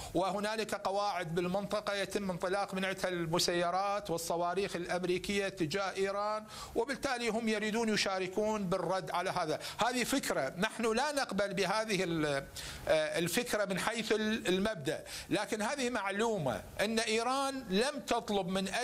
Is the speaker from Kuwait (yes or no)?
no; Iraq; أنا عراقي.